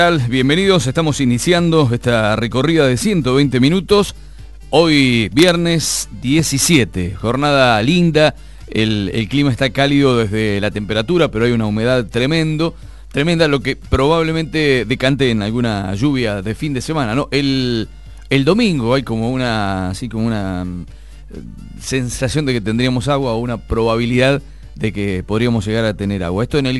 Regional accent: Argentina

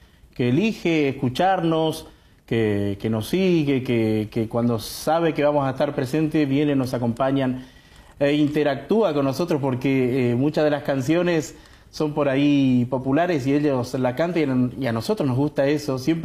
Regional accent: Mercedes, Corrientes, Argentina; nuestra ciudad de Mercedes, porque venimos de Mercedes Corrientes.

